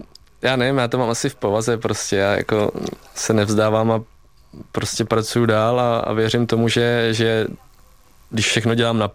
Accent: Vysočina Region, Czechia

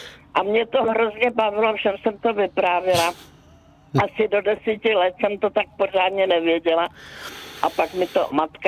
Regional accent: Prague, Czechia; born there; now in České Budějovice, Czechia; já jsem se narodila v Praze. Žiju teda v Českých Budějovicích a už jsem stará, hodně stará baba.

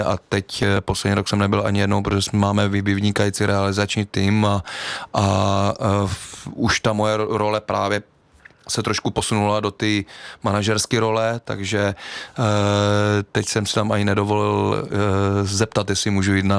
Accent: Třebíč, Vysočina Region, Czechia; když já jsem byl na Kladně, já pocházím z Třebíče, pak jsem měl na Kladno dělat talentové zkoušky na hokej

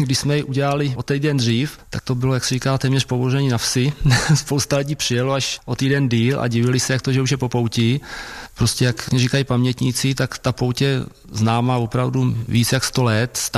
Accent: Rybnice, Liberec Region, Czechia; Já jsem z Rybnic, tamhle od vody dole, spod Stráně, jak se říká.

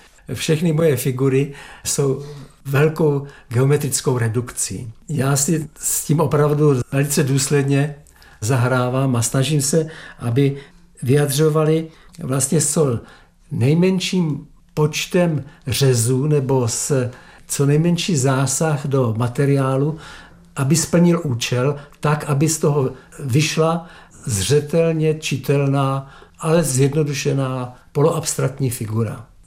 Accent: Nový Jičín, Moravian-Silesian Region, Czechia; jako dítě jsem v Novém Jičíně chodil ulicemi

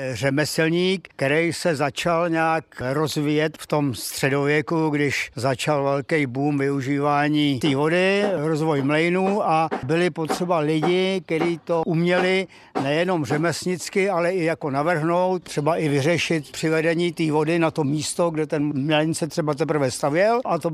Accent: Petrovice, Central Bohemian Region, Czechia; a pocházíme z Petrovic u Sedlčan.

